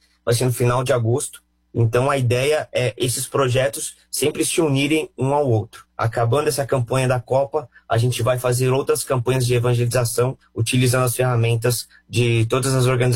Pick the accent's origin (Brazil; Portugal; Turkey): Brazil; que nós, como brasileiros, sempre ficamos refém do calendário que é colocado nacionalmente.